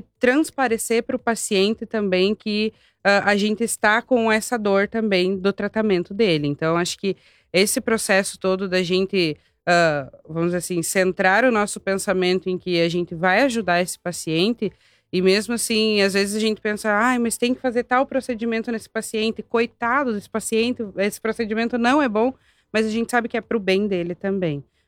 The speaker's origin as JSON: {"language": "Portuguese", "region": "Santa Catarina", "country": "Brazil", "tie": "born or raised there", "moved": "as an adult", "said": "Do norte de Santa Catarina, pra trabalhar no hospital aqui"}